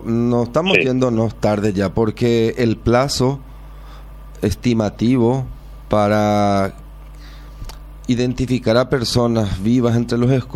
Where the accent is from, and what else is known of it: Paraguay